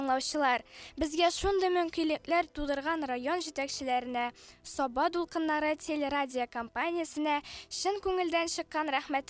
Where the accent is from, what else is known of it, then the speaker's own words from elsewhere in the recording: Saby district, Tatarstan, Russia; born there; Без Татарстан Республикасының иң бай дәрәҗәле районнарыннан булган Сабат төбәгендә яшәүебез, татар милләтеннән булуыбыз белән горурланып яшибез.